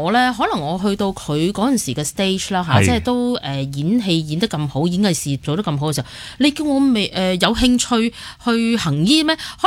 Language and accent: Cantonese; Hong Kong; 我哋香港人